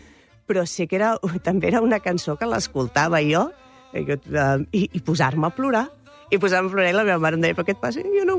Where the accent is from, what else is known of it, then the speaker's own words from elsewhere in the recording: Mataró, Catalonia, Spain; Bueno, jo soc de Rocafonda també, com en Lamine Yamal.